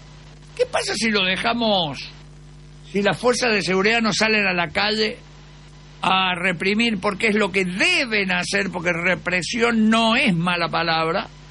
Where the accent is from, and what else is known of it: Argentina